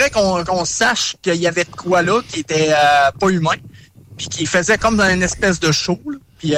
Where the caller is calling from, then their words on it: Quebec City, Quebec, Canada; moi je viens de Québec en fait de la ville de Québec.